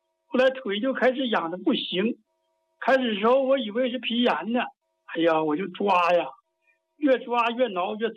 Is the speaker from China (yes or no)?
yes; Harbin, Heilongjiang, China; 哎，我是哈尔滨的老朋友了。